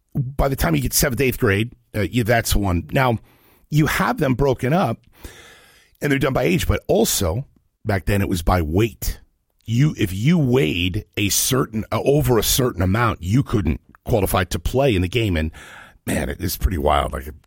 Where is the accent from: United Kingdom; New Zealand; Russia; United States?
United States; Ohio; When I grew up in Ohio